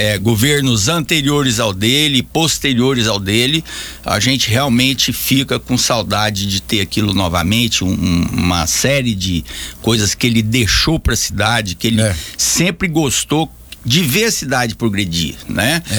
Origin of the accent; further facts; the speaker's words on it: Goiânia, Goiás, Brazil; also born or lived in Brasília; now in Anápolis, Brazil; Eu sou goianiense, sou campineiro, mas sou cidadão anapolino e amo demais essa cidade, onde eu realmente vim de Brasília para cá na época, transferido para a Força Aérea